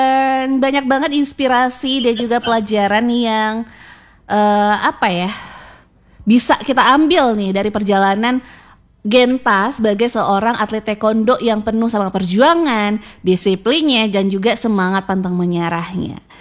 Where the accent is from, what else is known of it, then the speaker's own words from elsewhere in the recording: West Sumatra, Indonesia; Ingat aja kita sebagai orang Minang aja itu punya katonan ampe gitu kan.